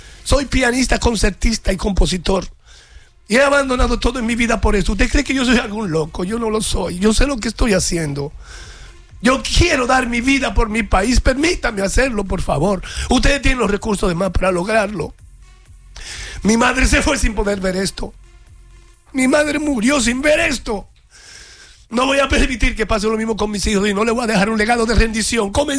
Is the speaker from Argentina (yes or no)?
no; Dominican Republic